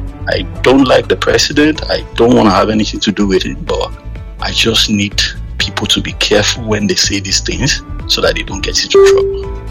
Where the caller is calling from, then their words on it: United Kingdom; I'm calling from the UK.